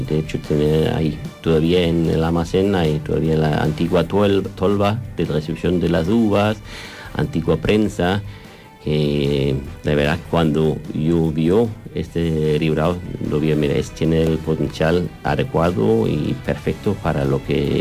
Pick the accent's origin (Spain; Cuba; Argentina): Spain; Valencian Community; Somos de aquí, de la Marina Alta.